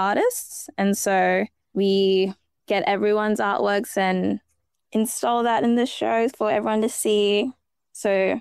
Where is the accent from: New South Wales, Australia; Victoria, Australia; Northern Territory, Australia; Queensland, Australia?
Northern Territory, Australia; Darwin; I am born and bred in Darwin and I'm proud of that.